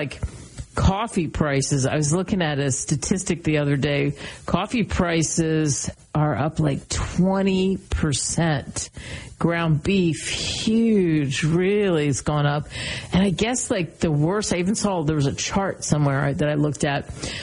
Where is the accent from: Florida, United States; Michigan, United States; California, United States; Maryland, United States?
California, United States; I'm born and raised in California. I love it. I can't imagine living anyplace else